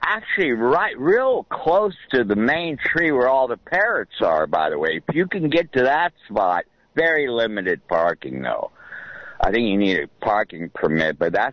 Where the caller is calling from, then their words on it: Santa Cruz, California, United States; in Santa Cruz.